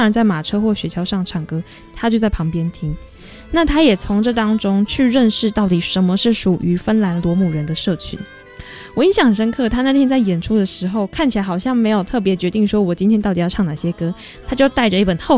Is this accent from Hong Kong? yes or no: no; Taiwan; 身为台湾人的我们也是。